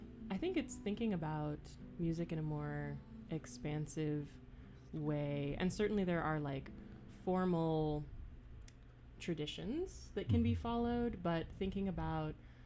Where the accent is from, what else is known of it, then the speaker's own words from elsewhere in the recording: Oakland, California, United States; I'm from Oakland, California.